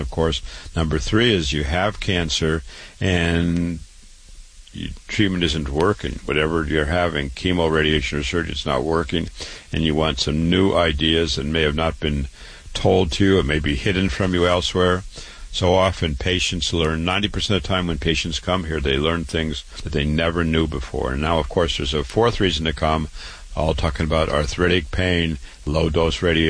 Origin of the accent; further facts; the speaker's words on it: Waterloo, Iowa, United States; I was born and raised in Waterloo, Iowa.